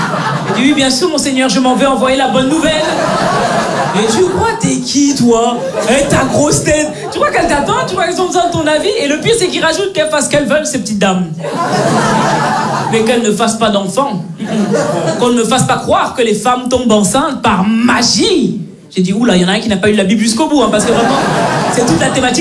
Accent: Belgium; born or raised there

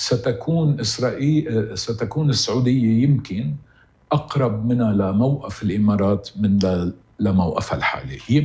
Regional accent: Lebanon; أنا لبناني

